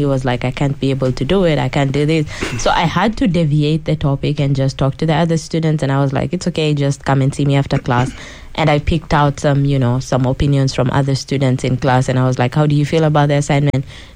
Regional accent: Kenya; moved away as an adult; I come from Kenya. Kenya, being in East Africa

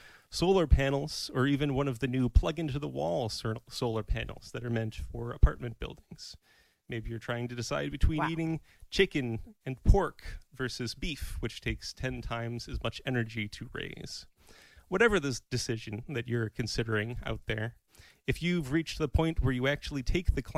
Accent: New York, United States; I grew up in Western New York, more or less, with rounding.

